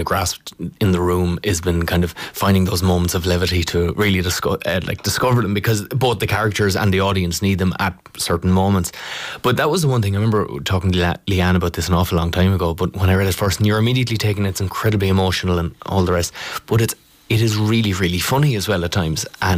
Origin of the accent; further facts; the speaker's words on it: Ireland; as an Irish person